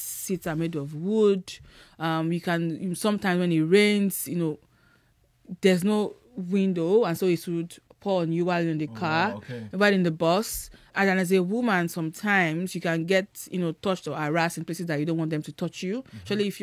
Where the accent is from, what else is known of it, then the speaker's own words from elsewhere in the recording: Ibadan, Oyo, Nigeria; I grew up in Ibadan.